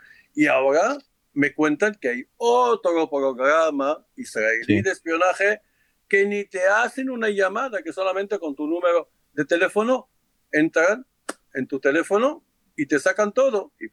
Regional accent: Morocco; Spanish is a second language; yo, para mí, como de marroquí, yo digo la diplomacia marroquí, chapó.

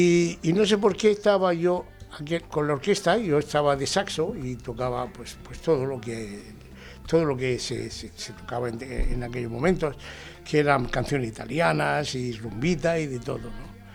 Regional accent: Adra, Andalusia, Spain; also born or lived in Madrid; now in Barcelona, Spain; Yo soy de Adra, Almería.

